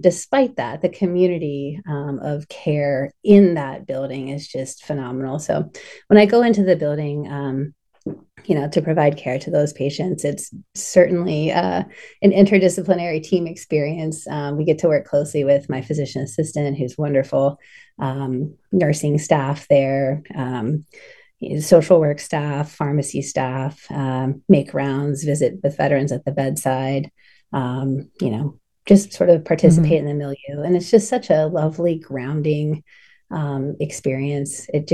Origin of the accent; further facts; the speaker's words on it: Appalachia, United States; So I grew up in Appalachia in a college town.